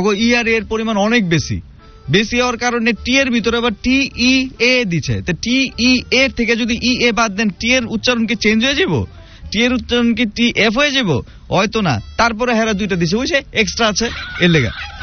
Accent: Dhaka, Dhaka Division, Bangladesh; আমি ঢাকাইয়া কয়ে কোনো সরম নাই

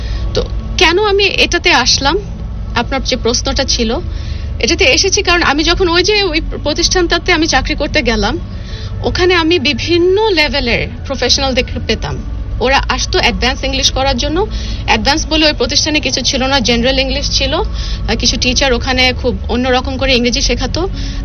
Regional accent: Bangladesh

